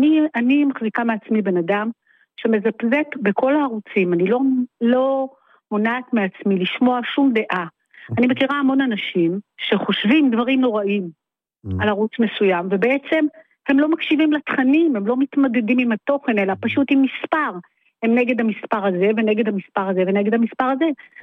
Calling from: Northern Israel, Israel

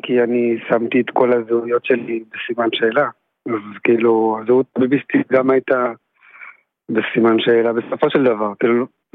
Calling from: Jerusalem, Jerusalem District, Israel; מירושלים.

